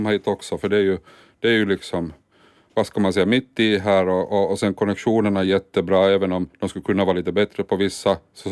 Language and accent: Swedish; Turku, Southwest Finland, Finland; first language Swedish; Men jag är ju själv finlandssvensk, så... Via det då så att det alltid varit modersmål och svenska då. Gått i svenska skolor i Åbo och sen då pratat svenska hemma då med familjen.